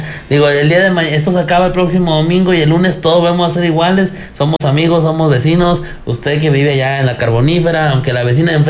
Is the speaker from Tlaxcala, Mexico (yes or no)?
no; Coahuila, Mexico; seguimos siendo coahuilenses, seguimos estando viviendo aquí